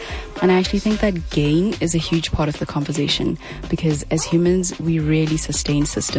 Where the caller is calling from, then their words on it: Johannesburg, Gauteng, South Africa; I'm a content creator from Johannesburg, South Africa.